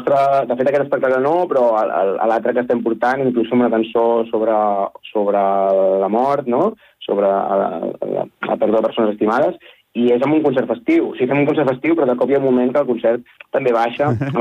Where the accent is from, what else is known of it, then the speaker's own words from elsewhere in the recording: Catalonia, Spain; nosaltres som de prop de Barcelona